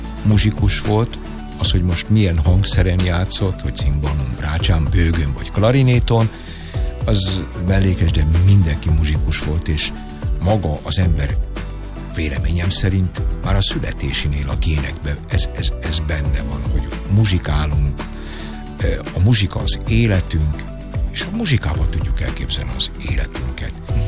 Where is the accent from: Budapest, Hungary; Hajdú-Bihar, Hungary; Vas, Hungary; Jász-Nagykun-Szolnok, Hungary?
Jász-Nagykun-Szolnok, Hungary; Szolnok; born there; Onnan jöttek, és én Szolnokon születtem már 1961-ben.